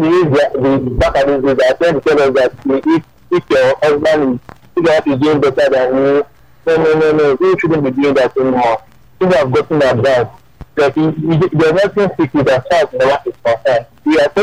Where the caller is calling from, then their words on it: Nigeria; I'm calling from Nigeria.